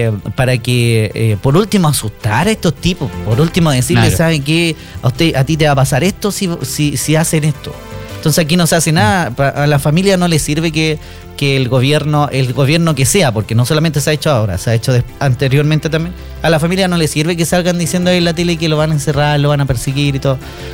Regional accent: Chile; nos golpea a todos como chilenos

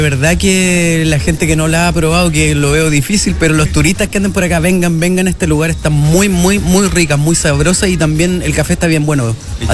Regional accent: Chile; accent: Chilean; moved away as an adult; now in Mexico; yo llevo 15 años en México, pero todos los años vengo a mi país, o sea, a hacer tour, gire, qué sé yo, entonces tampoco es como que me fui, de hecho, fíjate, no tengo ni acento ni nada. El chileno todavía lo tengo.

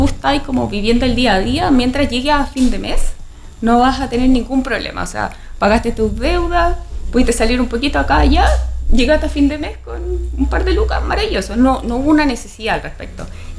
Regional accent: Chile; somos, como chilenos en general, somos súper desordenados con nuestras finanzas.

